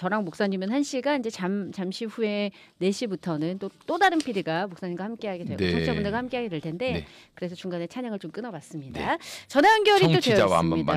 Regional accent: Jeongseon, Gangwon, South Korea; 저도 네. 고향이 정선인데.

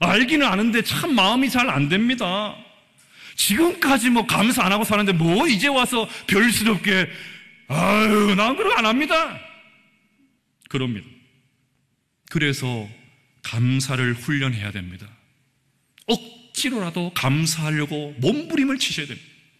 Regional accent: South Korea; 우리 한국 사람들

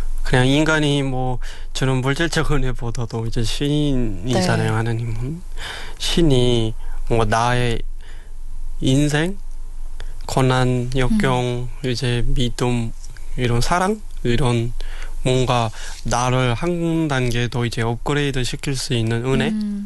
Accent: North Korea; 제가 북한에서 왔잖아요

